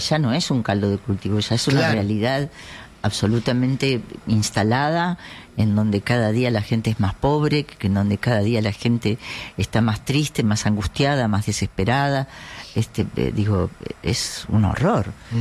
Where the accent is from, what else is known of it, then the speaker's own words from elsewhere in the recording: Argentina; Eso que nos une, sí, como argentinos.